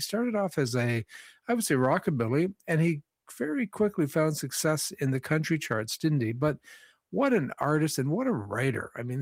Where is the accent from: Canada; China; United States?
Canada; You know, growing up in Canada, you would watch them on television and hear these songs.